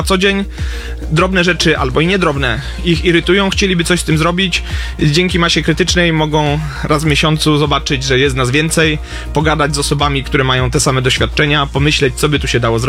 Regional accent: Kielce, Świętokrzyskie Voivodeship, Poland; U nas w Kielcach

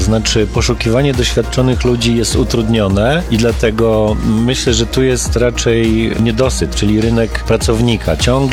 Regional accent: Lower Silesian Voivodeship, Poland; now in Warsaw, Poland; mówię to trochę jako przybysz, bo choć większość życia spędziłem w Warszawie, to jestem z Dolnego Śląska

